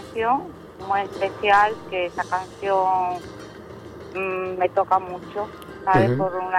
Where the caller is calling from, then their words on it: Sanlúcar de Barrameda, Andalusia, Spain; soy Sanlúcar de Barrameda